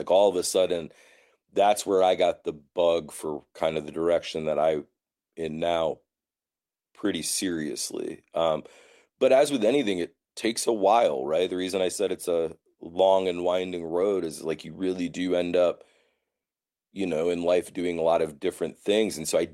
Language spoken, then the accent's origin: English; Lorain, Ohio, United States; now in Athens, United States; I grew up in Lorain, Ohio. So up on Lake Erie outside of Cleveland.